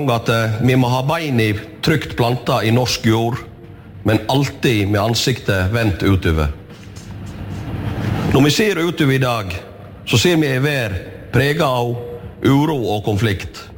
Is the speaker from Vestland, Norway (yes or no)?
yes; Solvorn, Vestland, Norway; Første livåret mitt da vokste jeg opp i Solvården. Far min var lensmannsdrenger inne.